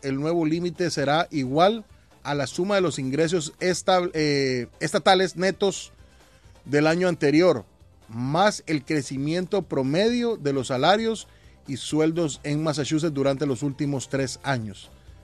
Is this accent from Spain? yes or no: no; Guatemala; moved away; Yo me alejé, yo me vine de Guatemala, se quedó allá